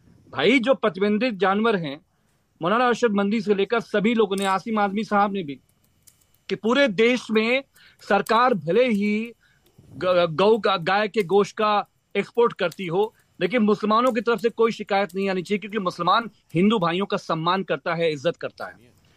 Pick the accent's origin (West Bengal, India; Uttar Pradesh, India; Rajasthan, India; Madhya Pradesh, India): Uttar Pradesh, India